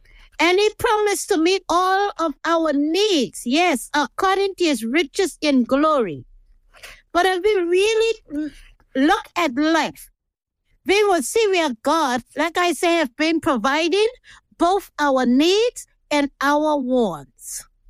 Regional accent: North Caicos, Turks & Caicos Islands; I grew up in North Caicos, where there's a variety of species of birds.

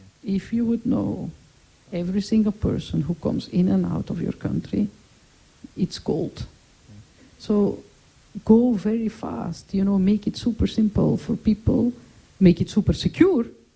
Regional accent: Belgium; now in Turks and Caicos; I'm originally from Belgium, so I'm like a European type

